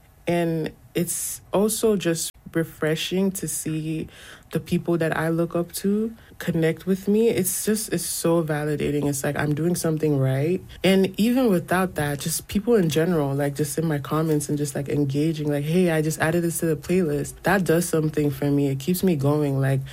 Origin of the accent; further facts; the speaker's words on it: Nigeria; English is a second language; My mom would always bump … back home, which was so foreign because I'm Nigerian, and for the music to get all the way there at such a young age, too